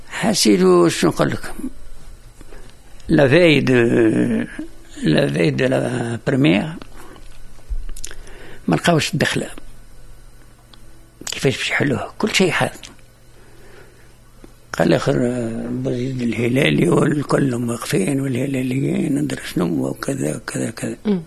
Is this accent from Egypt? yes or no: no; Tunisia; احنا ساعه كنا من تونس